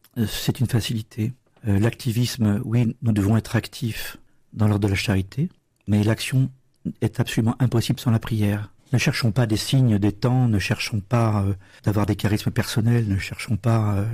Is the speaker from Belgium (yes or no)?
no; Limoges, Nouvelle-Aquitaine, France; Quand j'étais jeune à Limoges